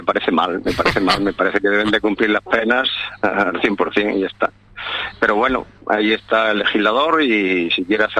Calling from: Almería, Andalusia, Spain; en Almería, sí, en mi tierra.

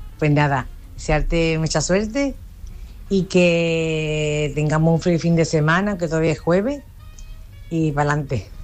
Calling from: Málaga, Andalusia, Spain; de Málaga.

